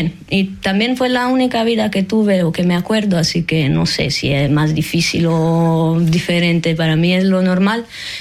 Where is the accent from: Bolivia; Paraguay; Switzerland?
Switzerland; Ticino; Spanish is a second language; moved away as an adult; now in Marseille, France; De hecho, crecí en las montañas, en pueblitos de montaña, y pasé toda mi niñez jugando en los bosques.